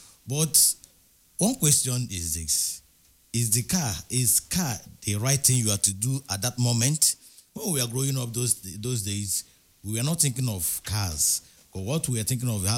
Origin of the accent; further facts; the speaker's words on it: Lagos, Nigeria; because I grew up in Lagos.